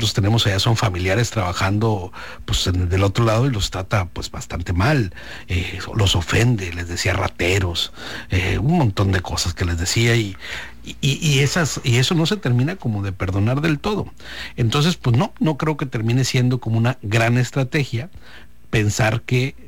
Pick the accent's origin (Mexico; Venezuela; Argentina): Mexico; si algo nos une a los mexicanos es que no necesariamente somos pro gringos.